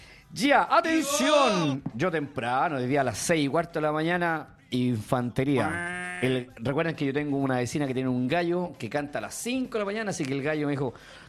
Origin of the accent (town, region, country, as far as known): Chile